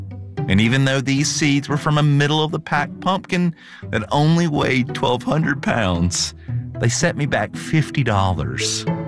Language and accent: English; North Carolina, United States; Big portions of North Carolina set humidity records in 2025. And at one point, my hometown in the Piedmont was hit by a 1,000-year storm that dropped 10 inches of rain in less than a day.